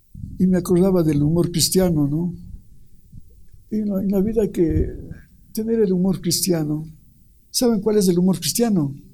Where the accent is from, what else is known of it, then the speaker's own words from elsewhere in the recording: Ecuador; mi pueblo ecuatoriano que es pobre.